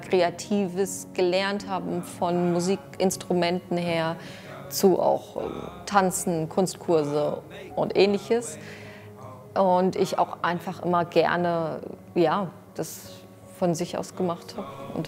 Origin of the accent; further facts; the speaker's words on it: Cape Town, Western Cape, South Africa; also born or lived in Germany; Ich bin in Südafrika geboren, habe insgesamt 4 Schulen besucht, mehrere Kindergärten, die dann dazu gekommen sind, auf beiden Kontinenten, also einmal in Südafrika und auch in Deutschland.